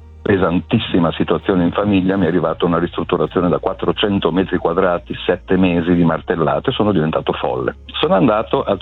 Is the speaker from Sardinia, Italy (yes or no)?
no; Bologna, Emilia-Romagna, Italy; e alla fine, da buon bolognese, ho detto, pesante.